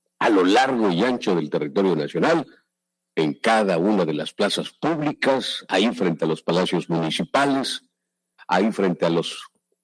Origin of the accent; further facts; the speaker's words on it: Mexico